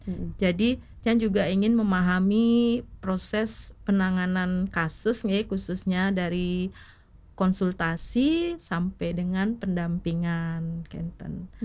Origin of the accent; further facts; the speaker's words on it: Denpasar, Bali, Indonesia; Nggih, lahir dan besar di Denpasar.